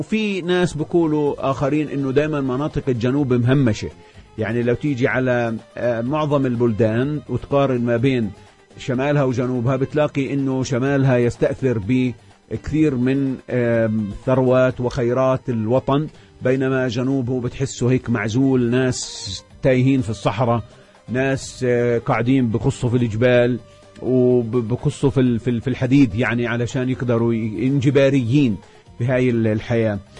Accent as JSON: {"language": "Arabic", "country": "Palestine", "said": "كفلسطينيين"}